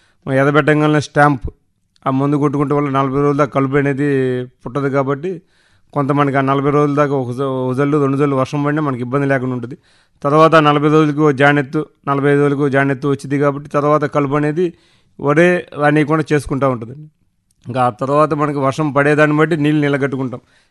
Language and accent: Telugu; Jonnalagadda, Andhra Pradesh, India; మాది జొన్నలగడ్డ గ్రామం, గుంటూరు రూరల్ మండలం, గుంటూరు డిస్టిక్.